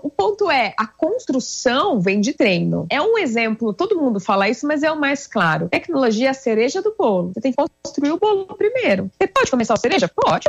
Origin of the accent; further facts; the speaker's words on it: Italy; Portuguese is a second language; Porque eu preciso da minha mão, que eu sou italiana e eu falo com a mão